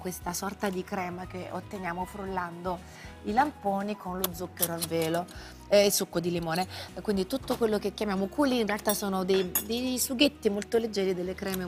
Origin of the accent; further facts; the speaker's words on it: Sorrento, Campania, Italy; born there; also born or lived in Paris, France; i miei genitori si sono trasferiti a Sorrento